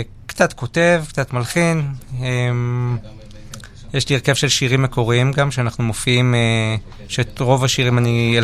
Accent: Parod, Northern District, Israel; אני הגעתי מהגליל

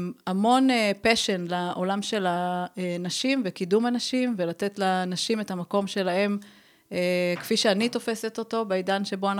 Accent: Beersheba, Southern District, Israel; ההורים שלי עלו שניהם מאיראן, אני גדלתי בבאר שבע

